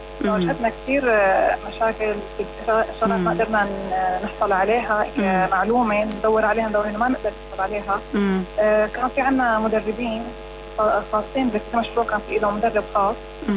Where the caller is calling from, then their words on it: Syria; نحن كشباب سوري